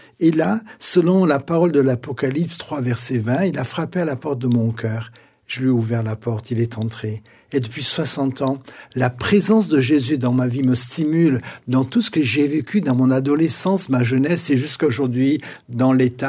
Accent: Marseille, Provence-Alpes-Côte d'Azur, France; born there; Mes parents sont nés en France, je suis né en France, à Marseille.

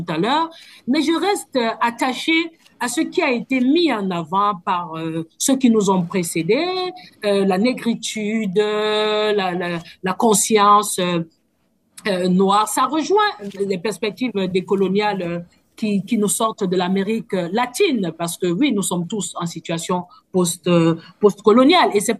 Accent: Cameroon; j'ai été dans le bureau de ce qu'on appelle chez nous au Cameroun le BENCINET

